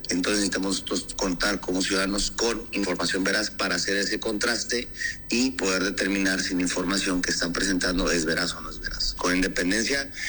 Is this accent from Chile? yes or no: no; Mexico; como mexicanas y mexicanos